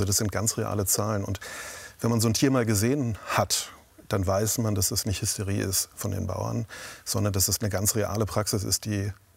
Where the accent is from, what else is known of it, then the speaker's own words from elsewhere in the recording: Rostock, Mecklenburg-Vorpommern, Germany; Ich komme ja selber aus Mecklenburg